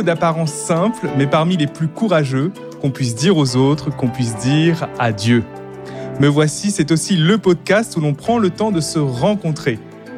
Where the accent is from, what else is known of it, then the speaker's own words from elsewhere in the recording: Réunion; Moi, ça me touche particulièrement parce que moi, je suis réunionnais